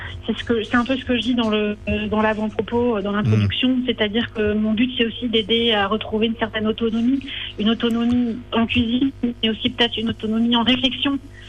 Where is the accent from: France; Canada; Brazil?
France; Grand Est; moved away; Mais dans ma région d'origine, qui est l'Alsace